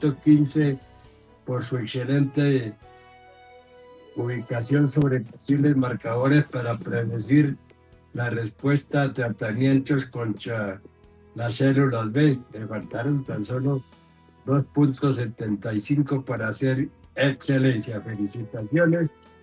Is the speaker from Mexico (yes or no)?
no; Casanare, Colombia; decimos en mi tierra casanareña